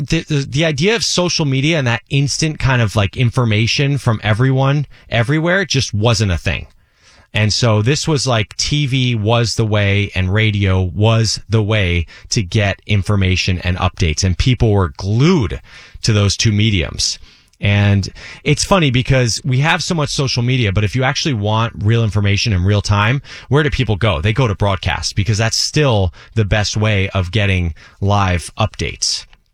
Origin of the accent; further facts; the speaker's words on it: New Jersey, United States; I grew up at those Twin Towers. I could see them from my street where I grew up in New Jersey, and they were just a symbol of America's greatness.